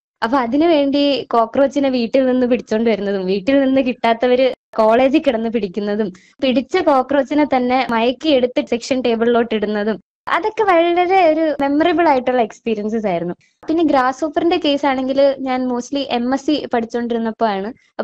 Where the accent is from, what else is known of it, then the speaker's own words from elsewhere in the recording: Nemom, Kerala, India; ഞാൻ നേമം തിരുവനന്തപുരം സ്വദേശിയാണ്.